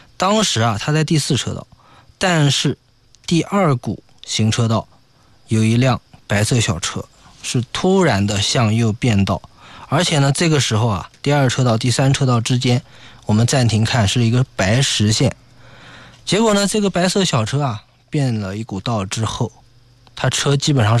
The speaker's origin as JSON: {"language": "Chinese", "town": "Nanjing", "region": "Jiangsu", "country": "China", "said": "咱们南京人比较实在啊"}